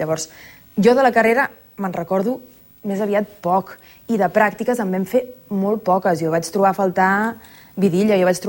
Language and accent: Catalan; Sabadell, Catalonia, Spain; jo era del poble, era de Sabadell